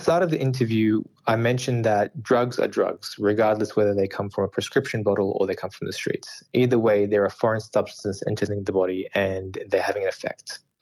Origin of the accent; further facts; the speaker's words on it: Sydney, New South Wales, Australia; I mean, I'm from Sydney, and I can't get from my home to the city without paying some sort of toll